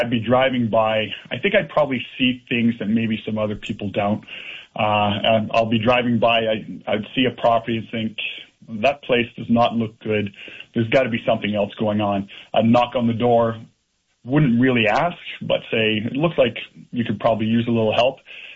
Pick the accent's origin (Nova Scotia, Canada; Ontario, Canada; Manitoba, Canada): Nova Scotia, Canada; moved away; I'm originally from Nova Scotia. I don't know if that means anything. Normally means I'm a little chattier than other folks.